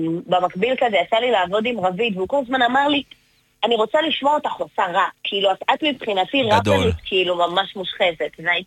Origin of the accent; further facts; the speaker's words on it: Petah Tikva, Central District, Israel; moved away; אני מפתח תקווה במקור, עיר הרע, כמובן.